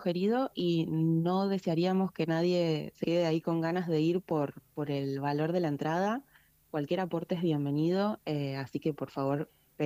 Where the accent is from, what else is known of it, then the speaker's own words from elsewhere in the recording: Neuquén, Argentina; moved away as an adult; now in the comarca, Argentina; Yo, por ejemplo, soy de Neuquén